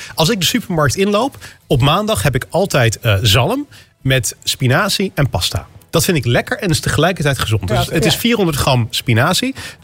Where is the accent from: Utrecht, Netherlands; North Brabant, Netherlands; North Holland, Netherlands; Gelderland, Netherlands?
North Brabant, Netherlands; Maar ik ben in Brabant opgegroeid.